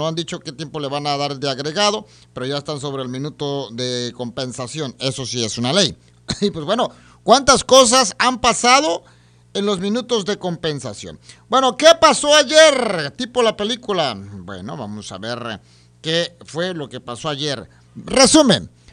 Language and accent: Spanish; Mexico